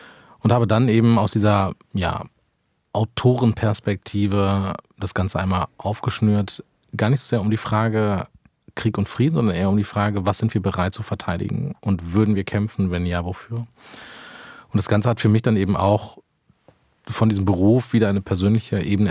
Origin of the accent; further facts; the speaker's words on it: Wuppertal, North Rhine-Westphalia, Germany; Das wichtigste, mit Abstand wichtigste Faktum ist, dass ich Wuppertaler bin, das ist im Bergischen Land, und nominell Rheinländer.